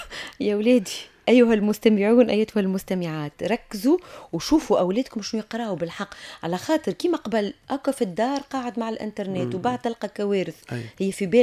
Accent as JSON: {"language": "Arabic", "country": "Tunisia", "said": "في بلدنا تونس"}